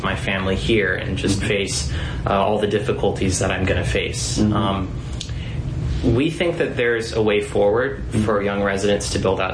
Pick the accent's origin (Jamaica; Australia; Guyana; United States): United States; Hawaii; My background, I was raised in Hawaii, so I know that housing is deeply personal to a lot of people.